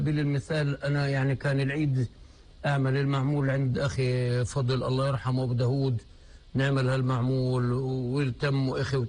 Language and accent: Arabic; Gaza Strip, Palestine; إحنا شعب فلسطيني، شعب بحب الحياة. حضنك يا غزة حنون.